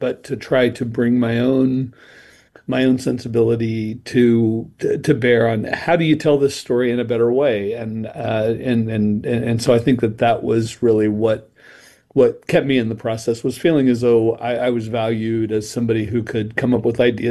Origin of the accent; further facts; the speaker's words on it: Wichita, Kansas, United States; And I grew up in Wichita, and lots of readers in the 1970s when I was in school, mainly girls, fair or unfair, liked the books.